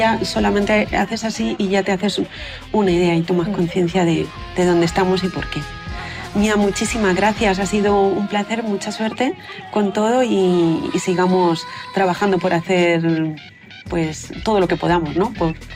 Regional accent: Madrid, Community of Madrid, Spain; Yo quiero, como ciudadana, como madrileña y como ser humano y compañera, darte las gracias

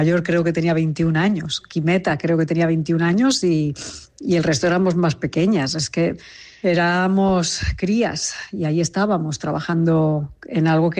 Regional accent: Catalonia, Spain; que yo la llamaba Maireta personalmente, porque soy catalana

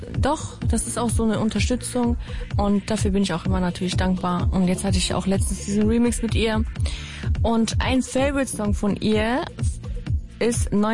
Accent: Solingen, North Rhine-Westphalia, Germany; moved away; Ich habe in Solingen gewohnt. Ich bin da ja mäßig aufgewachsen.

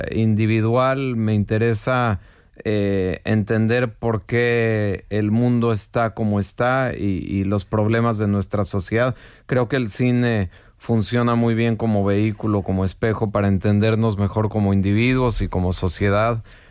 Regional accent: Mexico; en este caso somos los mexicanos, porque también llevamos la inversión desde nuestro país, los que le damos el trabajo a los americanos

